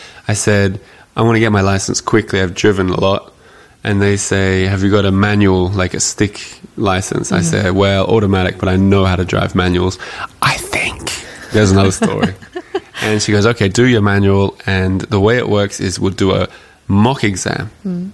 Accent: Australia; English is a second language; And I think I should add, as an Australian, I'm driving on the wrong side of the road, a manual that I'm not used to, in a language that's not my first, not really even my second, and with new road signs.

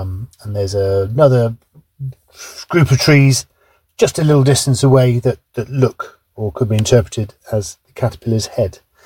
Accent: Kingswood, South West England, United Kingdom; I grew up in Kingswood in East Bristol, a great place to grow up.

